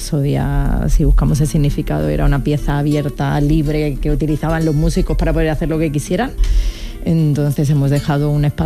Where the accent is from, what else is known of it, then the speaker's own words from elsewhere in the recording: Vilafranca del Penedès, Catalonia, Spain; now in Seville, Spain; De Barcelona. Soy de Vilafranca del Penedès, de un pueblo de Barcelona. Mis padres emigraron, andaluces, mi padre de Sevilla, mi padre de Melilla, y yo pues volví a la tierra que me encanta y donde soy feliz